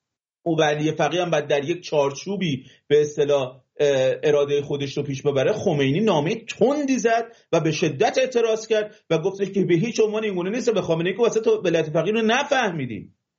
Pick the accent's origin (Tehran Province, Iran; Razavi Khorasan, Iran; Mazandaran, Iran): Mazandaran, Iran; چون بچه مازندرانم